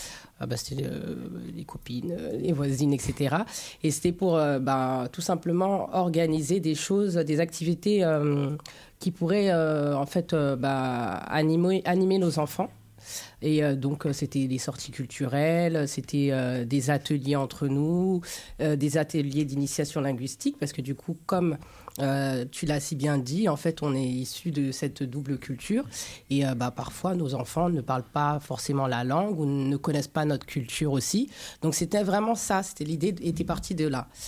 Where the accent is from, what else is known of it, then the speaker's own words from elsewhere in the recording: Paris, Île-de-France, France; moi, je suis une Parisienne et dans le 18e.